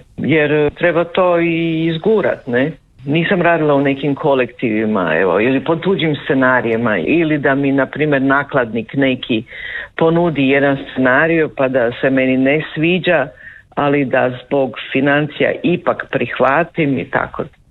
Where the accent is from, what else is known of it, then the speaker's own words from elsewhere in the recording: Slovenia; moved away; jer sam odrasla u Sloveniji.